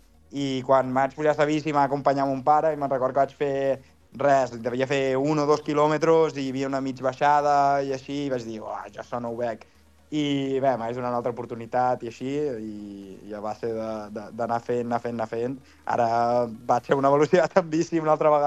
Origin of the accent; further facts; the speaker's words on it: Maó, Balearic Islands, Spain; moved away as an adult; also born or lived in Barcelona; jo soc d'Amó, encara que tingui mitja cama del castell